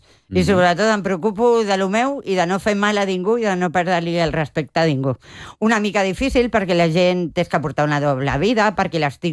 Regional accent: Barcelona, Catalonia, Spain; Jo soc de Barcelona, però treballàvem en una associació que es deia Etaira.

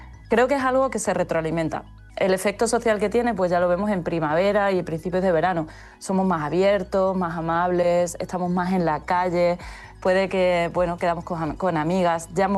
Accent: Extremadura, Spain; como soy extremeña, nunca me puedo quejar de que haga mucho calor en ningún sitio que no sea Sevilla o Extremadura.

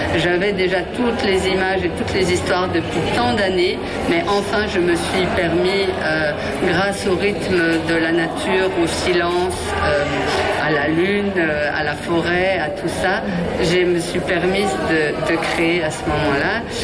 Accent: Belgium; moved away as an adult; now in Toulouse, France; Alors, en tant que Belge, avec un papa polonais et habitant à Toulouse maintenant

